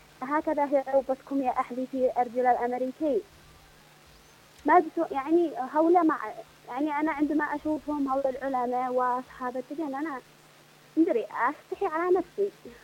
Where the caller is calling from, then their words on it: Yemen; يعني إحنا ما نتشرفش إن إحنا يكون واحد مننا من هذا من اليمن